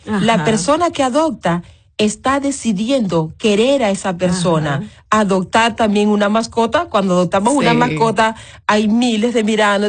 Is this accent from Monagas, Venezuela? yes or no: no; Zulia, Venezuela; Entonces, aunque también soy venezolana, todo el mundo me conoce como